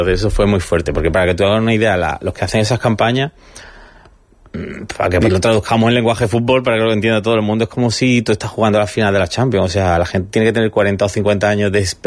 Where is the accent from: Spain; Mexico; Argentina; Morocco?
Spain; Vélez-Málaga, Andalusia; moved away; also born or lived in Milan; el poder realizar mi trabajo desde aquí, desde mi tierra, que es donde lo que más amo.